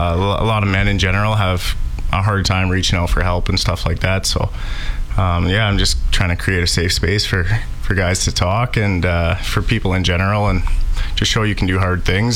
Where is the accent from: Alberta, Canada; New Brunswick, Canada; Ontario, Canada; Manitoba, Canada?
Ontario, Canada; Dryden; I'm currently running, I started in Vancouver. So I'm from Dryden, Ontario, a small town in Ontario, and I flew out to Vancouver, and I'm currently running back home